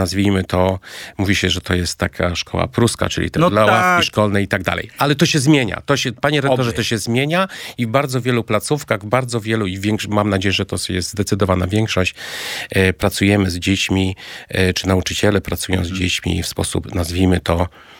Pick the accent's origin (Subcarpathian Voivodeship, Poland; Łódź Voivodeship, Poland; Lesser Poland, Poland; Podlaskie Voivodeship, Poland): Lesser Poland, Poland; Kraków; Hucialinem. Z Nowej nawet. Huty, tak.